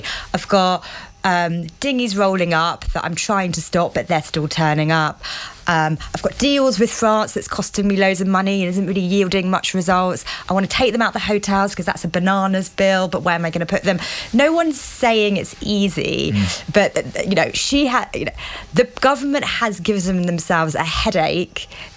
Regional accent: London, United Kingdom; I grew up in London

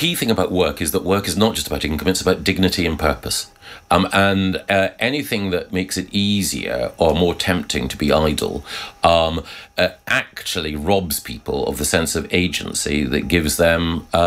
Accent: Scotland, United Kingdom; because I'm a Scot

